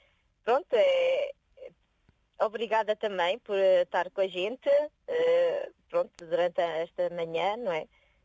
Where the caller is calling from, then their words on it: Oliveira do Hospital, Centro, Portugal; Somos do Conselho de Oliveira do Hospital, Distrito de Coimbra.